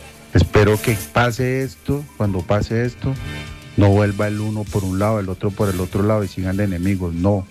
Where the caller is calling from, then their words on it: San Luis, Colombia; yo soy del municipio de San Luis.